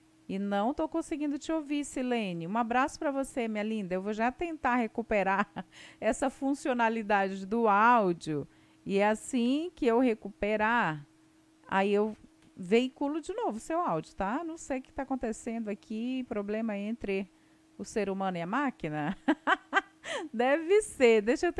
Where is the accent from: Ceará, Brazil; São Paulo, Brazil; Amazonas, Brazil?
Amazonas, Brazil; Tabatinga; born there; also born or lived in Benjamin Constant / Santo Antônio do Içá; fui primeiro para o Juí, lá em Santo Antônio do Içá, né? Bem novinha, nasci em Tabatinga, fui para o Juí, depois voltei, vim para Benjamin Constant, fiquei em São José até os 9 anos de idade. Aí voltei para a sede, para Tabatinga, então eu sou daqui mesmo.